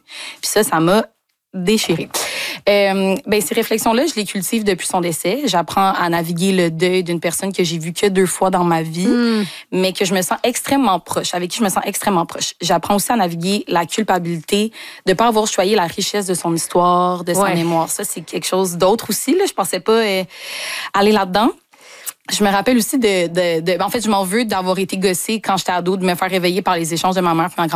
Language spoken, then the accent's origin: French; Quebec, Canada; born there; Moi, je suis née ici, au Québec.